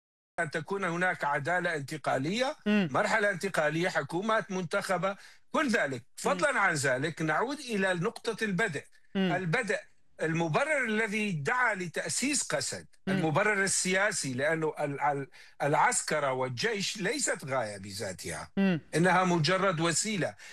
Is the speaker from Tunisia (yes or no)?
no; Syria; now in Erbil, Iraq; أنا كردي سوري